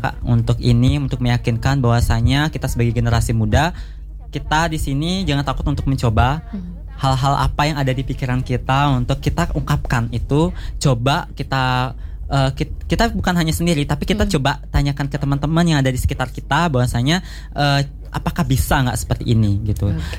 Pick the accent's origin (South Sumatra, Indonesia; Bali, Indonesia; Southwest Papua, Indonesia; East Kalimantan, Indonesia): Bali, Indonesia; terutama di desa saya sendiri, desa Menyali